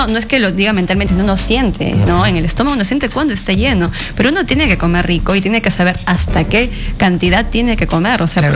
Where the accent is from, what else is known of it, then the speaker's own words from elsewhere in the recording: Arequipa, Peru; yo soy de Arequipa.